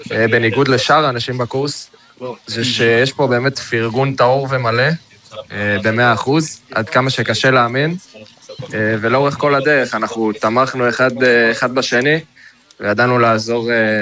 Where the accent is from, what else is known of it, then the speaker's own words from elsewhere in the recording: Tel Mond, Central District, Israel; אנחנו גדלנו ביחד בתל מונד, חברים מכיתה א'